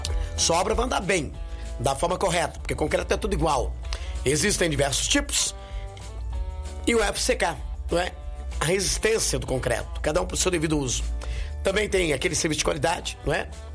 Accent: Descalvado, São Paulo, Brazil; Descalvado, minha terra querida, amada, inesquecível, onde tudo começou em minha vida.

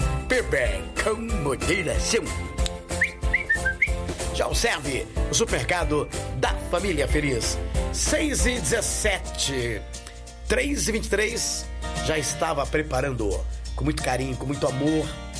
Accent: Rincão, São Paulo, Brazil; o homem de Rincão, minha terra querida, amada, inesquecível também

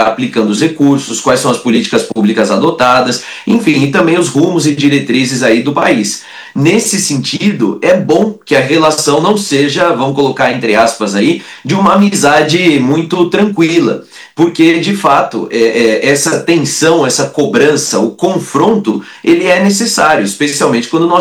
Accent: Brazil; nós como brasileiros

